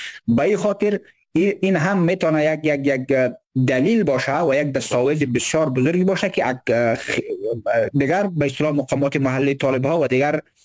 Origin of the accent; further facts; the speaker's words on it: Badakhshan, Afghanistan; از بدخشان هستیم